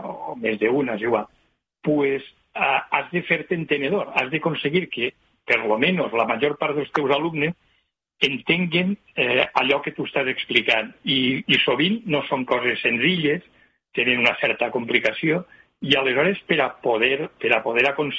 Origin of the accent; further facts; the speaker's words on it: Valencian Community, Spain; jo soc d'ací, jo soc de la Plana, jo he viscut a Almassora 4 anys